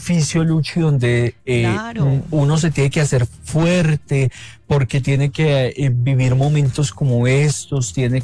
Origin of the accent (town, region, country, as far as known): Colombia